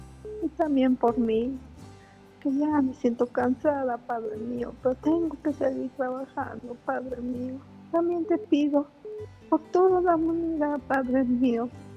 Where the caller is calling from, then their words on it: Mexico City, Mexico; De la Ciudad de México